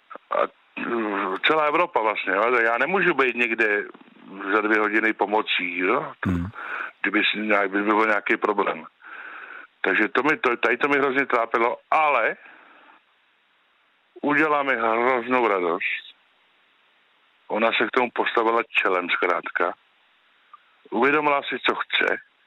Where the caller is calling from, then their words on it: Sokolov District, Karlovy Vary Region, Czechia; já jsem ze Sokolovska